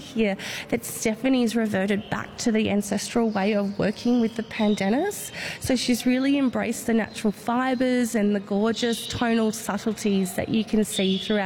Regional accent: Tasmania, Australia; I'm a proud Palawa woman

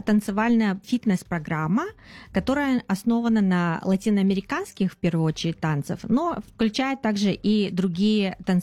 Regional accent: Russia; moved away as an adult; now in New Zealand; Потом я переехала из России в Новую Зеландию в 2006 году, занималась работой, карьерой, семьей, у меня родился сын

